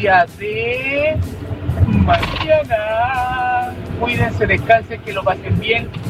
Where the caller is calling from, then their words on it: Villa Alemana, Valparaíso, Chile; vivimos desde acá de Villa Alemana